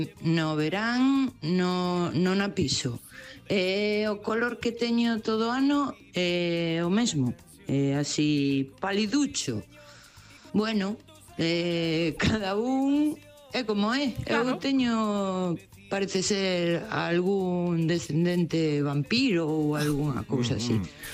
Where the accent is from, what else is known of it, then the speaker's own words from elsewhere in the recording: Vigo, Galicia, Spain; de Vigo. Digo de Vigo polo da praia